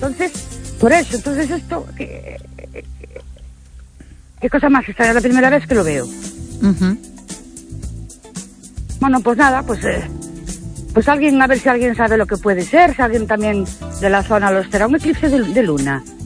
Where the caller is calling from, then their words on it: Ourense, Galicia, Spain; de Ourense.